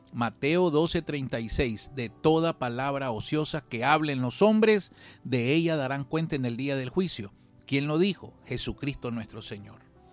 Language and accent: Spanish; Nicaragua; nosotros somos como nicaragüenses muy alegres, muy jocosos, muy bulliciosos.